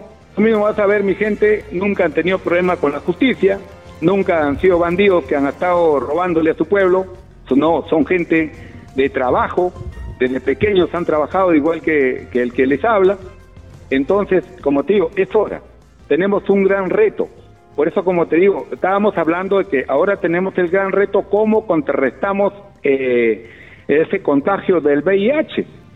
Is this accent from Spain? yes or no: no; Olmos, Lambayeque, Peru; Mi pueblo, cada día está que se va al abismo.